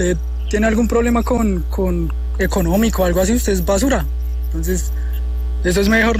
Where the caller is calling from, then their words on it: Colombia; yo soy de Las Cruces, parcero, yo soy colombo coreano, pero pues soy de barrio bajo